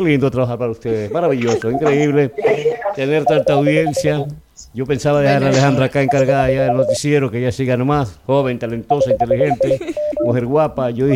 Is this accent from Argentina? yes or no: no; Manabí, Ecuador; Qué linda mi tierra manabita.